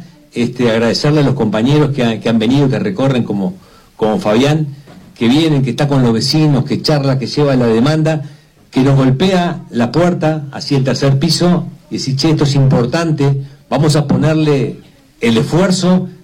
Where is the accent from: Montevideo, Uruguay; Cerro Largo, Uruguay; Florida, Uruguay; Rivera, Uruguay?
Rivera, Uruguay; Tranqueras; Yo soy de Tranqueras personalmente